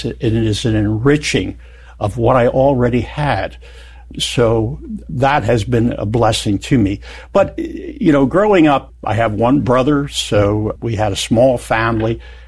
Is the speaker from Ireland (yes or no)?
no; Pennsylvania, United States; born or raised there; also born or lived in New Jersey